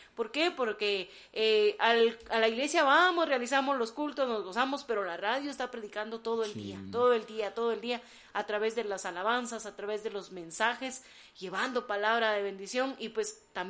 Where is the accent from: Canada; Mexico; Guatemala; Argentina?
Guatemala; los guatemaltecos somos gente alegre.